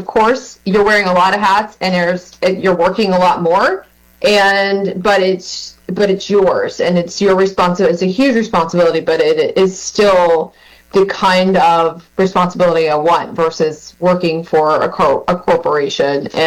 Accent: Sarasota, Florida, United States; I'm actually a Floridian. I was born in Sarasota and moved around a couple times, but always made my way back, and in a wonderful town called Lakeland.

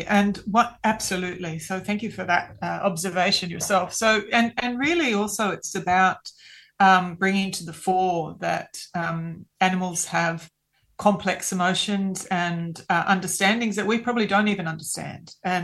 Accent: Australia; going to Greece and being Australian

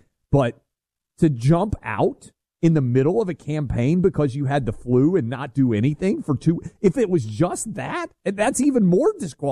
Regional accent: Tennessee, United States; You can play in my home state of Tennessee.

